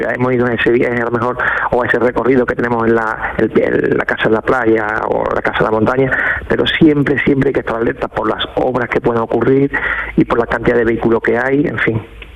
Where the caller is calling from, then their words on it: Dos Hermanas, Andalusia, Spain; A ver, desde Dos Hermanas, Sevilla.